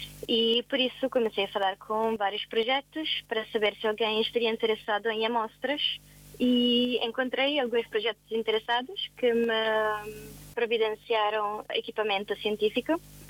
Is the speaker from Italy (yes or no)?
yes; Italy; Principalmente na Itália, porque eu sou italiana e foi o mais simples de contactar portos foi na Itália